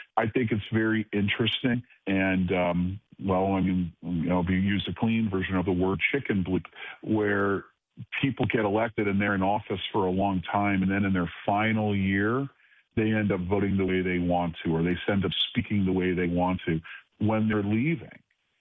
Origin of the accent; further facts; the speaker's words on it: Cleveland, Ohio, United States; Back in my Tea Party days, I remember a guy, Dave Zupan, in Cleveland, Ohio. My hometown, someone